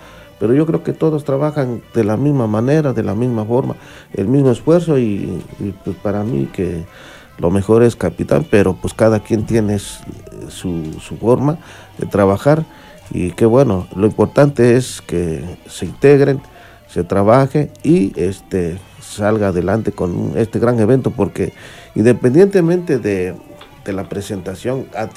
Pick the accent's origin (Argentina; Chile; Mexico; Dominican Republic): Mexico; Puebla; somos de San Jerónimo